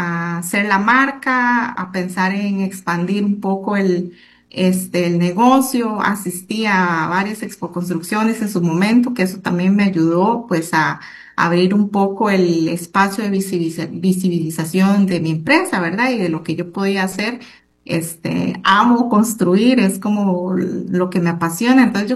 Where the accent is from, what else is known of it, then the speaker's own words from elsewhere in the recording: Desamparados, San José, Costa Rica; Yo vengo de la zona de Desamparados, ¿verdad? Donde había pocas oportunidades